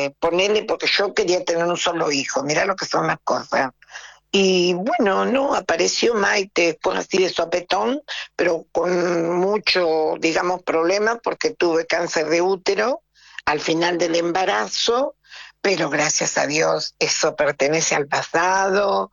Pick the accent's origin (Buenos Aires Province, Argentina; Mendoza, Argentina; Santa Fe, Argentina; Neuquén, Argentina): Buenos Aires Province, Argentina; Pergamino; born there; now in Trenque Lauquen, Argentina; No, no, soy nacida en Pergamino.